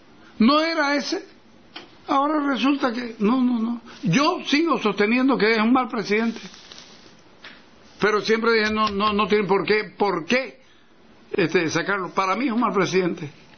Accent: Bolivia; entre nosotros como bolivianos

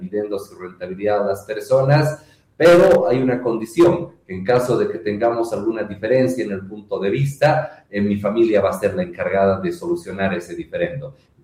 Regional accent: Bolivia

